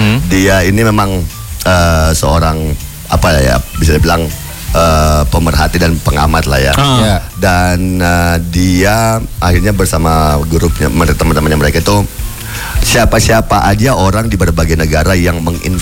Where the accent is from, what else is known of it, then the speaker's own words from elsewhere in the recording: Makassar, South Sulawesi, Indonesia; Saya Makassar.